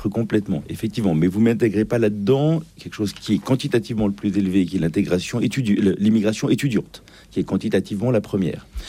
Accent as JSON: {"language": "French", "town": "Massy", "region": "Île-de-France", "country": "France", "tie": "born or raised there", "said": "moi, ma commune, j'ai grandi à Massy. Quand je suis arrivé à Massy, à ma naissance, en 70, la population était blanche, il y avait de fait... pas de musulmans visibles"}